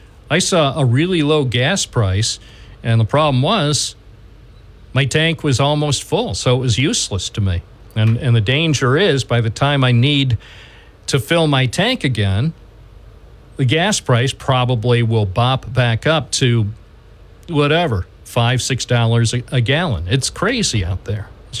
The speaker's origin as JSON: {"language": "English", "town": "Endwell", "region": "New York", "country": "United States", "tie": "born or raised there", "said": "because I grew up in Endwell."}